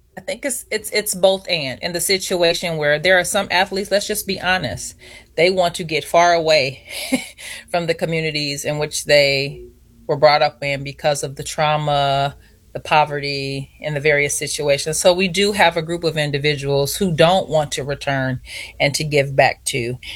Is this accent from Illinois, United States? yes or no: yes; Markham, Illinois, United States; I grew up in Markham, Illinois